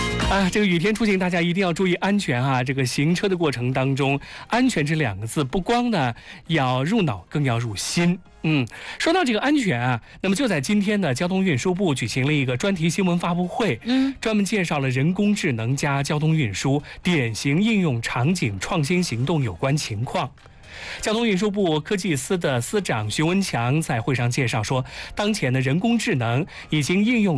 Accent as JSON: {"language": "Chinese", "region": "Anhui", "country": "China", "said": "咱们安徽人盼了半个夏天的降温啊"}